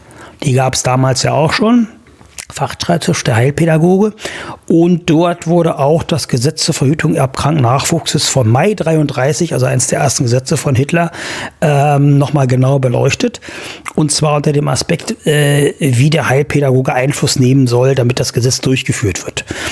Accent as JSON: {"language": "German", "region": "Saxony-Anhalt", "country": "Germany", "tie": "born or raised there"}